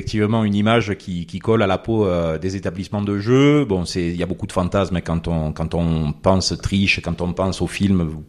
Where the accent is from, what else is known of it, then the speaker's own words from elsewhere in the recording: Marseille, Provence-Alpes-Côte d'Azur, France; accent: Marseillais; moved away; originaire de Marseille. Bon, je pense que mon accent le trahit.